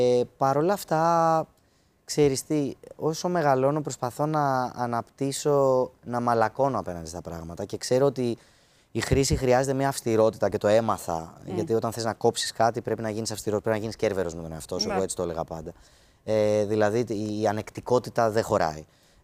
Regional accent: Dafni, Attica, Greece; μεγάλωσα στη Δάφνη, αλλά πήγαινα σε ιδιωτικό σχολείο στο ψυχικό, από μικρομεσαία οικογένεια

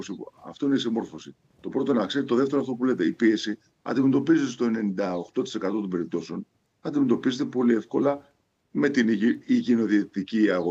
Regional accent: Kalamata, Peloponnese, Greece; Στην Καλάματα είμαι εδώ, έχουμε ένα συνέδριο και είχαμε εδώ. Είμαι από Καλάματα σας.

